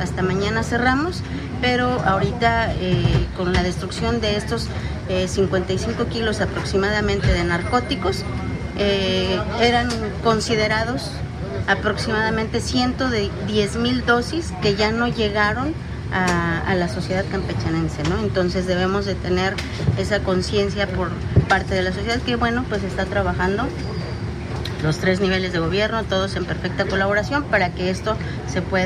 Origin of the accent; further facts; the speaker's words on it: Guanajuato, Mexico; vengo de Guanajuato.